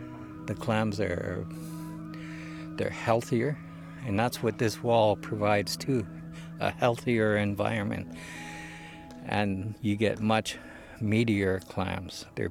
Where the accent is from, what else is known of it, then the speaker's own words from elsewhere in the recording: British Columbia, Canada; I'm from the Hoosanich community, Sartlip.